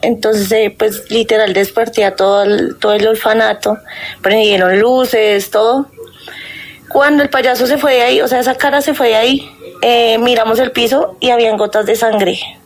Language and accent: Spanish; Manizales, Caldas, Colombia; now in Bogotá, Colombia; Desde aquí, de la capital de Bogotá, bueno, pero soy de Manizales Caldas.